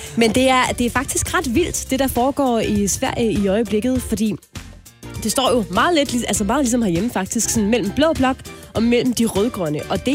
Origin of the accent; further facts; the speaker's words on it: Region of Southern Denmark, Denmark; moved away; Jeg er jo sønderjyder oprindeligt, så jeg er jo ikke vokset op med svensk